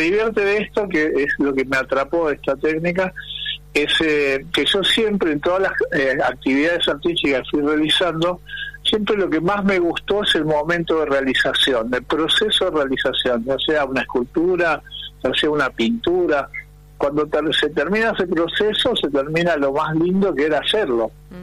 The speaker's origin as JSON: {"language": "Spanish", "town": "Ramos Mejía", "region": "Buenos Aires Province", "country": "Argentina", "said": "Soy de Buenos Aires, Buenos Aires. De Ramos Mejía, la provincia de Buenos Aires."}